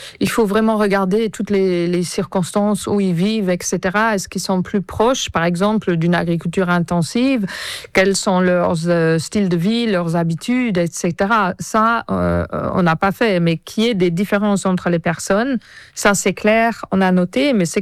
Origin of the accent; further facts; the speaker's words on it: Luxembourg; je viens du Luxembourg